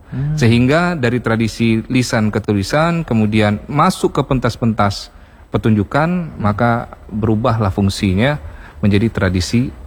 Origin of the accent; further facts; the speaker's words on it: Riau, Indonesia; moved away as an adult; now in Tanjung Pinang, Indonesia; kalau kita ni anak rantau dari Riau ke sini. Mencoba untuk mengubah nasib lah.